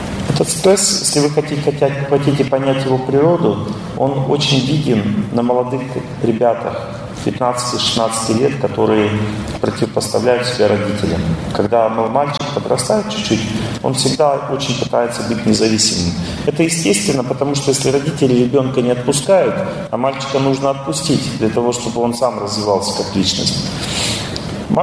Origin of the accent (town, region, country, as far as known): Russia